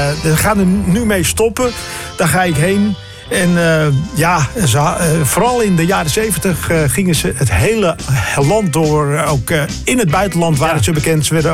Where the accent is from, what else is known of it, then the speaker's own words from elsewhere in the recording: North Holland, Netherlands; born there; ze komen uit de streek waar ik opgroeide.